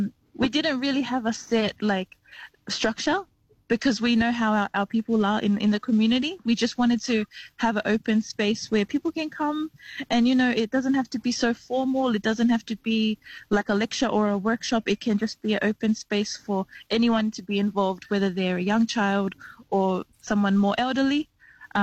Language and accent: English; Sydney, New South Wales, Australia; also born or lived in Auckland, New Zealand; I was born in Auckland in Aotearoa, New Zealand, raised in Western Sydney, predominantly in the Blacktown area. I'm of Samoan heritage, representing the villages of Taufusi and Tapatapa'o in Samoa.